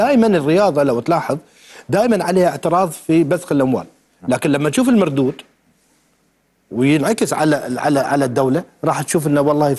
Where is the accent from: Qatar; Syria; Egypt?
Qatar; عندنا في قطر